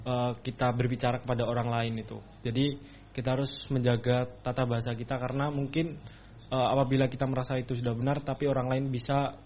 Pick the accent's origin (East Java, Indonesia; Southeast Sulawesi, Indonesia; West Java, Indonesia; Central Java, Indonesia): East Java, Indonesia; saya mungkin berasal dari Jawa Timur